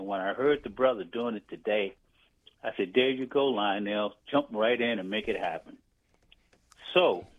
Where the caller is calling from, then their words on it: Washington, District of Columbia, United States; I'm calling from Washington, D.C.